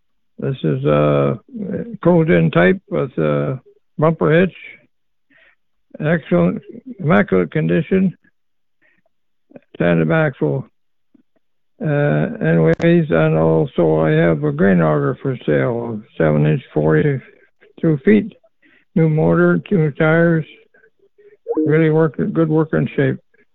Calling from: Brandon, Manitoba, Canada; I'm calling from Brandon.

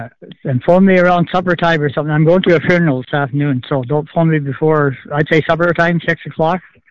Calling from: Treherne, Manitoba, Canada

